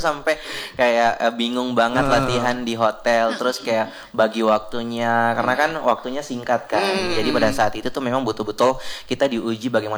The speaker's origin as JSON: {"language": "Indonesian", "town": "Ternate", "region": "North Maluku", "country": "Indonesia", "said": "Kita kan dari Kota Ternate, Kota Kepulauan, terus ada di ujung timur kayak gitu-gitu kan."}